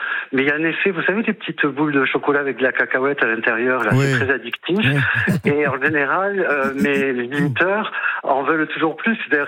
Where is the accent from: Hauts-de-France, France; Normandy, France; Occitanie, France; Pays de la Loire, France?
Occitanie, France; Toulouse; Je suis toulousain